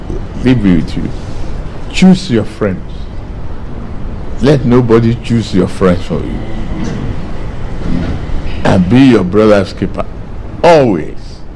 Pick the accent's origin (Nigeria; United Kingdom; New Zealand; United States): Nigeria